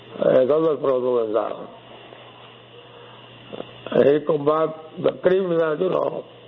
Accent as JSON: {"language": "English", "region": "New York", "country": "United States", "tie": "born or raised there", "said": "Good morning. I grew up in New York."}